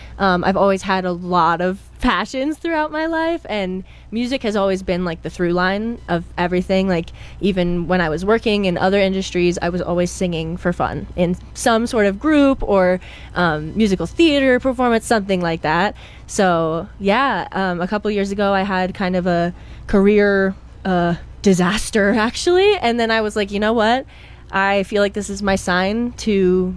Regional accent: Philadelphia, Pennsylvania, United States; now in Nashville, United States; I'm from Philadelphia, and I currently live in Nashville.

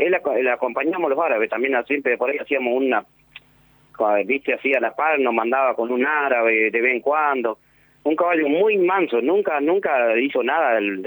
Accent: Entre Ríos, Argentina; now in San Isidro, Argentina; porque yo de que vine de Entre Ríos para acá me fui a Lara y me quedé ahí y volví acá a San Isidro y de acá nunca más me fui.

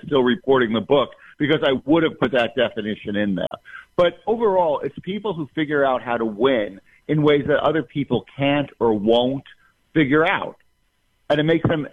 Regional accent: New Jersey, United States; I grew up in New Jersey, you know, in Bergen County. Jewish, you know, grew up in a Jewish neighborhood where there was always gambling around.

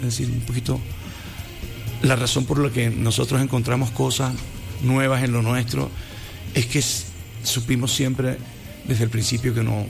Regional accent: Puerto Rico; Ah, puñeta, es que vengo de Puerto Rico.

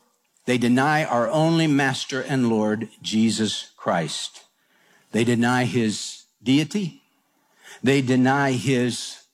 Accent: Houston, Texas, United States

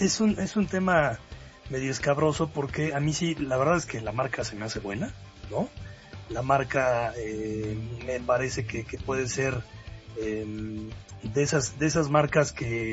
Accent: Mexico City, Mexico; yo que crecí, claro, en Cuapa y que viví en Cuapa

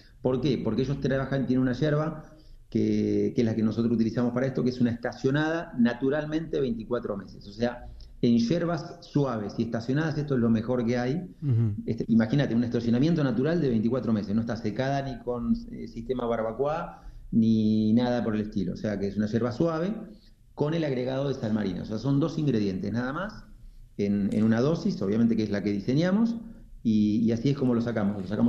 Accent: Argentina; de la yerba mate, que es nuestra cultura, es nuestro ADN como argentinos

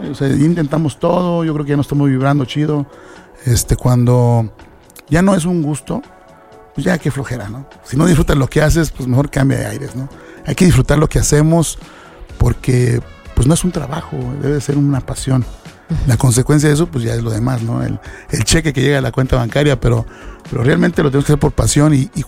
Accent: Mexico; Realmente somos mexicanos

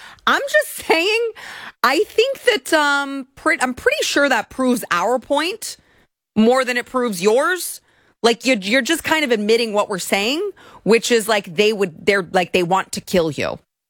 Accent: United States; because I'm an American

